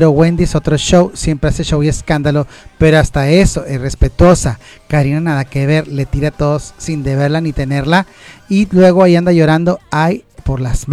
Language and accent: Spanish; Monterrey, Nuevo León, Mexico; Oigan, pues resulta que ya ven que nosotros pues somos de Monterrey para el mundo.